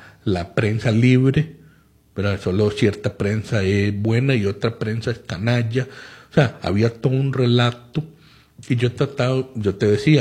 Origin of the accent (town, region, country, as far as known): Costa Rica